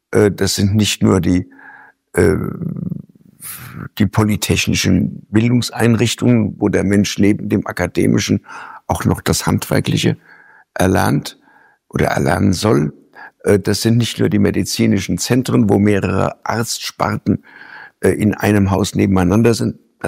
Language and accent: German; West Germany, Germany; von mir als Wessi